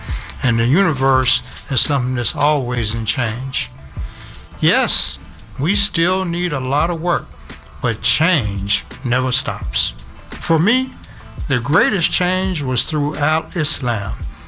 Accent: Texas, United States; I come from Texas, and it gets hot in Texas

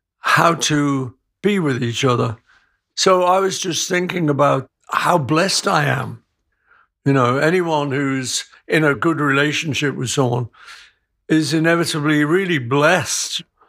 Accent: England, United Kingdom; I'm English

